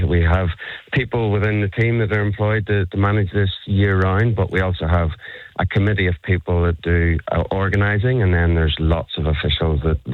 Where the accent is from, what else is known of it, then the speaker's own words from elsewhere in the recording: Ireland; now in Melbourne, Australia; I use factor 50 in Melbourne anyway. I'm Irish.